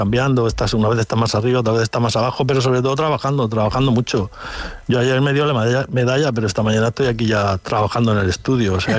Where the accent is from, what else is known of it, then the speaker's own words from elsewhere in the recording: Cartagena, Region of Murcia, Spain; yo quería seguir en Cartagena.